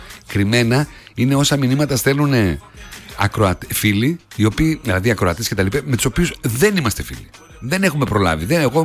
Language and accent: Greek; Greece; εμείς οι Έλληνες